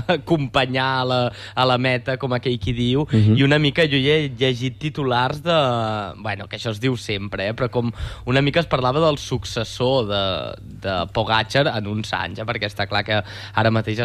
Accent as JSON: {"language": "Catalan", "town": "Manresa", "region": "Catalonia", "country": "Spain", "said": "Jo que sóc de Manresa"}